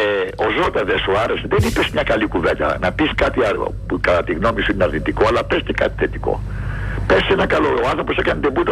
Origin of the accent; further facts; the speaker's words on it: Peristeri, Attica, Greece; από το Περιστέρι.